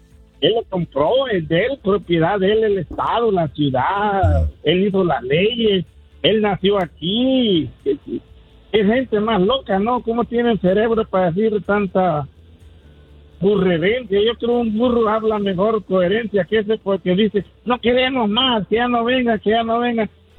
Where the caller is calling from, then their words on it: Long Beach, California, United States; Sí, buenos días. Mire … de Long Beach.